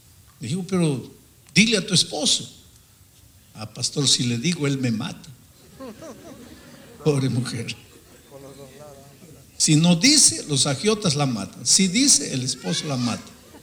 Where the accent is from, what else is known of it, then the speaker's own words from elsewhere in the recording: Brazil; el taxista me dice, ¿de dónde vienes? De Brasil.